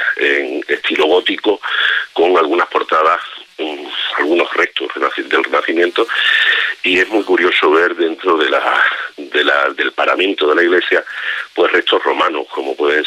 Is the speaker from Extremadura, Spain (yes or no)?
yes; Monesterio, Extremadura, Spain; Sí, el jamón de Monasterio es tan conocido que los monasterienses, vayamos donde vayamos, diciendo que somos de Monasterio, siempre nos dice alguien que conoce nuestro jamón.